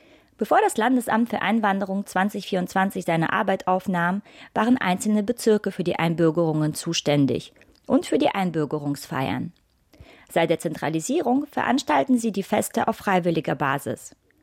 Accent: Russia; now in Germany; Seit 4 Monaten bin ich Deutsche. 27 Jahre lang war ich in diesem Land eine Russin mit einer Aufenthaltsgenehmigung.

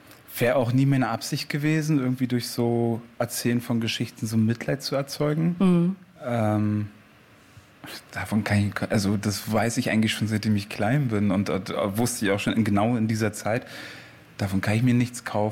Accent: East Germany, Germany; genau wie ich halt den Osten und Deutschland als meine Heimat verinnerlicht habe

